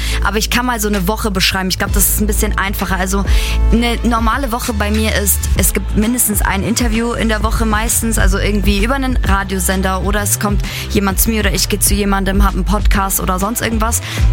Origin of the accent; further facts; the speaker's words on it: Augsburg, Bavaria, Germany; now in Berlin, Germany; ich bin Mitte 20. Ich wohne in Berlin, ich komme aber ursprünglich aus Augsburg.